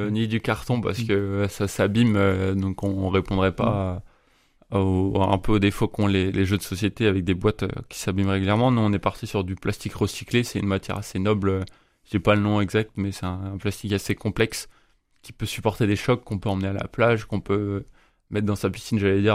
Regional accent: Brittany, France; born or raised there

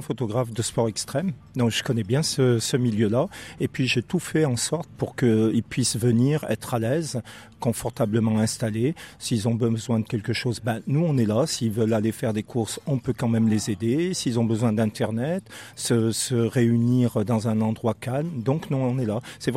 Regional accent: Saint-Étienne, Auvergne-Rhône-Alpes, France; now in La Franqui, France; Moi, je viens de Saint-Etienne

